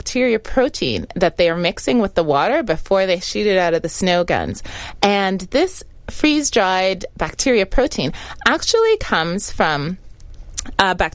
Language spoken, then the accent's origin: English; Canada; we Canadians, we know snow